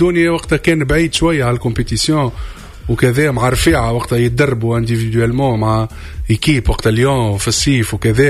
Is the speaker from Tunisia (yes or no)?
yes; Tunisia